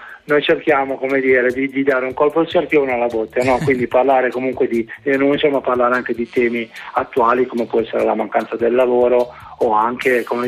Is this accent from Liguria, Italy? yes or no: yes; Liguria, Italy